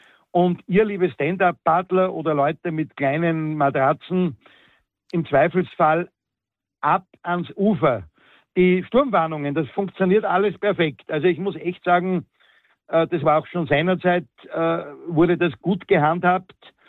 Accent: Salzburg, Austria; now in Obertrum am See, Austria; Ich bin am Wallersee mehr oder weniger aufgewachsen mit Booten, Elektroboot, Segelboot. Wir waren als junge Leute nur am Wasser. Und dazumals, ich bin auch kein ganz junger Mensch mehr

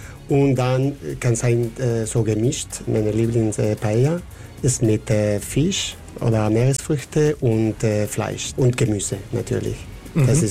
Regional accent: Spain; German is a second language; now in Austria

